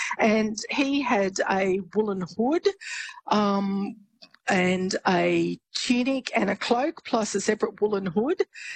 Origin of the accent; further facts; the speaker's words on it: Goulburn, New South Wales, Australia; I grew up in Goulburn, so I know all about keeping warm in your hoodie.